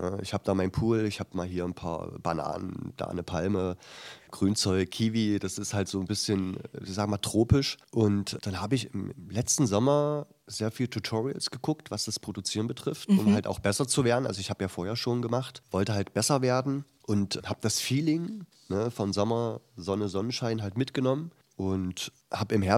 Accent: Halle, Saxony-Anhalt, Germany; Genau, ich lebe schon seit meiner Geburt hier sozusagen.

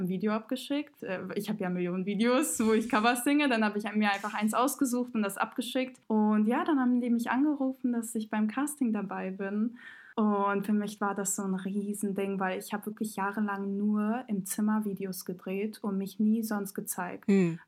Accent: Montenegro

